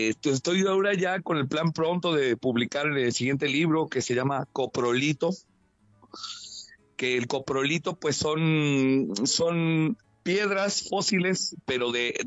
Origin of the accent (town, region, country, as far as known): Mexico